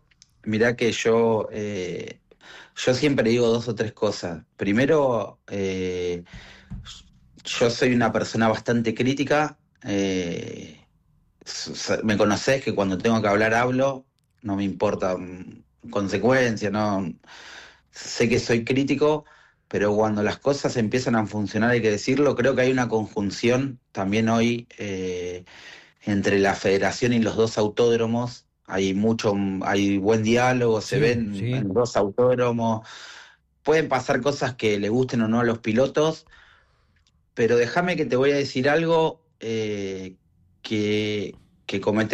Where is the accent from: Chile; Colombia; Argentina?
Argentina; Rawson; yo soy de Rawson y nuestro autódromo Estrelew es un gran autódromo